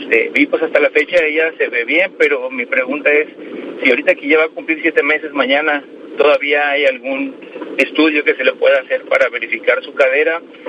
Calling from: Boca del Río, Veracruz, Mexico; te hablo de Boca del Río

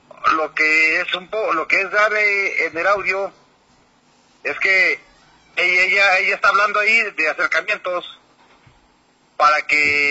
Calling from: Baja California Sur, Mexico; pues la señora gobernadora nos da muchas explicaciones, sobre todo por cuestiones del erario de aquí de Baja California

